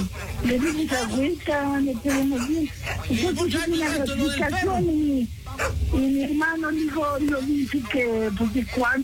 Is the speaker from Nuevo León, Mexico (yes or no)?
no; Puebla, Mexico; somos de allá de mi casa, del estado de Puebla.